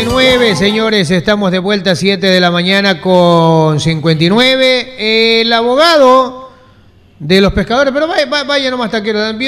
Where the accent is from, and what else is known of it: Manta, Manabí, Ecuador